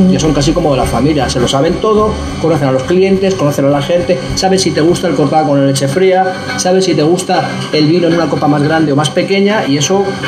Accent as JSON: {"language": "Spanish", "town": "Madrid", "region": "Community of Madrid", "country": "Spain", "tie": "born or raised there", "said": "la calle Vallehermoso es mi pueblo. Aquí vinieron mis padres a finales de los años 60 y cogieron el traspaso de un bar-restaurante que ya era de asturianos"}